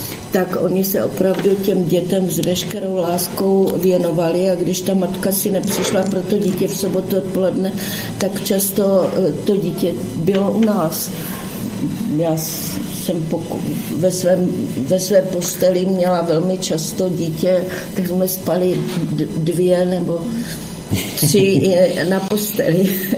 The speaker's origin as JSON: {"language": "Czech", "town": "Šumperk", "region": "Olomouc Region", "country": "Czechia", "tie": "born there", "also_born_or_lived": "Hanušovice", "said": "takže jsme potom se odstěhovali do Šumperka"}